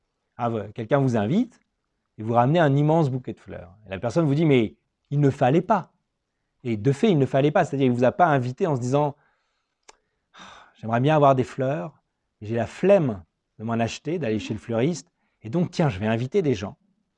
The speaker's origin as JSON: {"language": "French", "town": "Metz", "region": "Grand Est", "country": "France", "tie": "born there", "said": "moi je suis né à Metz en France"}